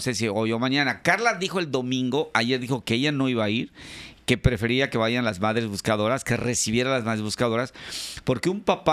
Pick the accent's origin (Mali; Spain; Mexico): Mexico; así somos los mexicanos.